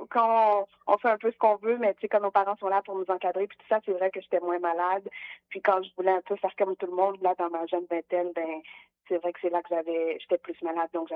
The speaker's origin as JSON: {"language": "French", "town": "Quebec City", "region": "Quebec", "country": "Canada", "said": "Donc, puis moi, j'étais de Québec et je venais jusqu'à Montréal pour aller à sa clinique, là."}